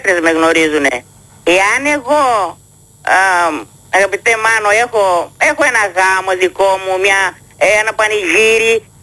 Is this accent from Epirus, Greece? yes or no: yes; Ioannina, Epirus, Greece; moved away as an adult; also born or lived in Germany; γύρισα εδώ, στην πατρίδα μου, στον τόπο μου